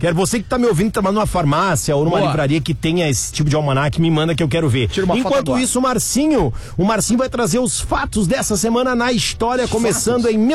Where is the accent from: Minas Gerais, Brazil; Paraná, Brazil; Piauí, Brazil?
Minas Gerais, Brazil; Barbacena; Há muito tempo atrás, quando eu era criança lá em Barbacena, existia nas farmácias, uma espécie de almanaquezinhos